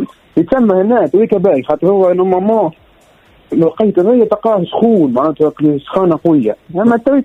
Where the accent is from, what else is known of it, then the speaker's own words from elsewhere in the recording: Tazarka, Nabeul Governorate, Tunisia; moved away as an adult; now in Monterrey, Mexico; انا اصيل مدينه نابل من تزركة تحديدا.